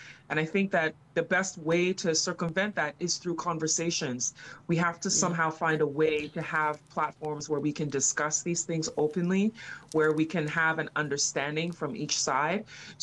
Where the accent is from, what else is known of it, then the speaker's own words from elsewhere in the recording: Ghana; then being Ghanaian and being in Ghana, I think what worked is the capability of understanding where people are coming from